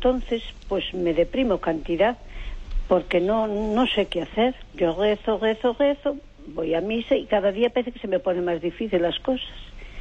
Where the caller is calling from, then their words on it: Vigo, Galicia, Spain; soy de Vigo.